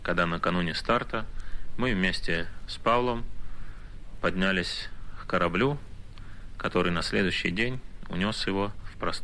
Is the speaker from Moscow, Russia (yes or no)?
yes; Moscow, Russia; born there; Мне 37 лет. Родился я в Москве. Родители у меня очень простые люди. Папа был слесарем, водопроводчиком. Жили мы, прямо скажем, не роскошно, но в определенном достатке